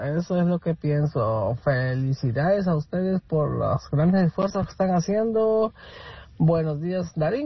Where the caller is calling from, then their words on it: Palo Alto, California, United States; Yo vivo en Palo Alto, California.